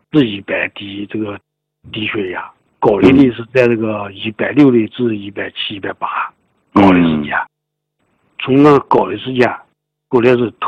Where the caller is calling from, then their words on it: Taiyuan, Shanxi, China; 我是来自山西太原的